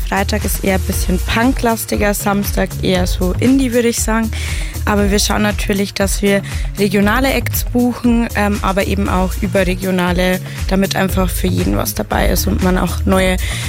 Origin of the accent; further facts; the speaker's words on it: Kelheim, Bavaria, Germany; Wir sind alle in Kelheim groß geworden